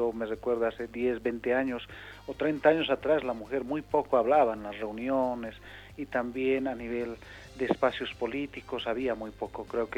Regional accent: Corque, Oruro, Bolivia; mi comunidad. Yo soy de Corque también

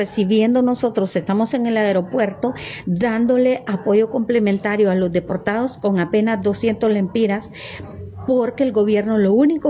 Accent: Honduras; cualquier hondureño que mira todas estas noticias dice, bueno, ¿realmente me garantizan estabilidad en mi país? Ese es un reto para el gobierno, cómo hacer atractivo el país para que nuestros compatriotas vengan, inviertan y se queden.

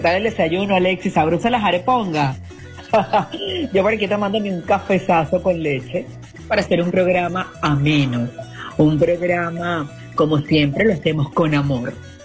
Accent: Venezuela

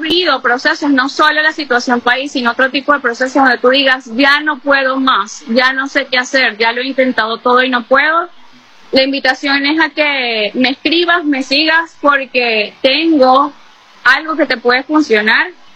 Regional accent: Venezuela; así somos las venezolanas

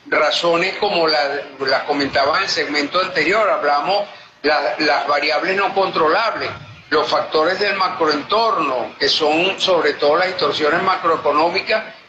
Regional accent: Venezuela; Como venezolanos, yo creo que uno de nuestros altos valores que nosotros tenemos en esos genes es eso que llamamos solidaridad

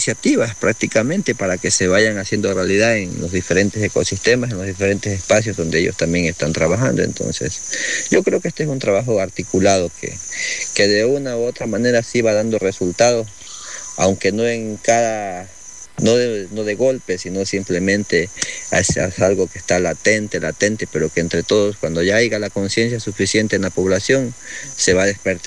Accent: Ecuador

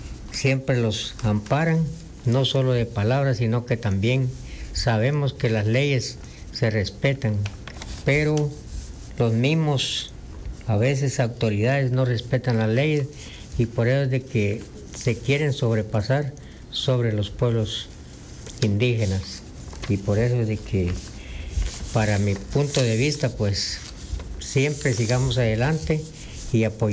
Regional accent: Ch'orti' area, Guatemala; No somos venidos de otro planeta. Entonces somos siempre ciudadanos guatemaltecos

